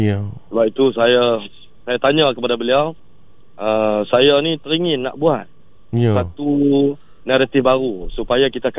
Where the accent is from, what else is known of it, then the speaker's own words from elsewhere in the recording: Langkawi, Kedah, Malaysia; Saya asal Kedah di Langkawi.